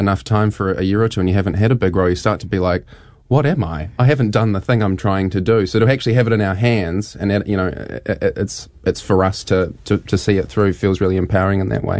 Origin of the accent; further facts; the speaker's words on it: Christchurch, Canterbury, New Zealand; moved away; I grew up in Christchurch as well